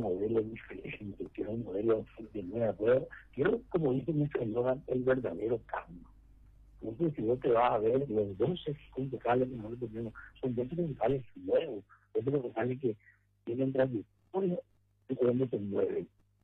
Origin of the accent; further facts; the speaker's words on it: Ciudad del Este, Alto Paraná, Paraguay; nosotros somos de Ciudad del Este